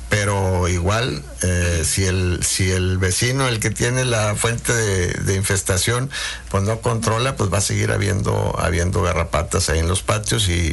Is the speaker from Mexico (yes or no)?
yes; Mexico; los mexicanos cuando queremos brincar a Estados Unidos de manera ilegal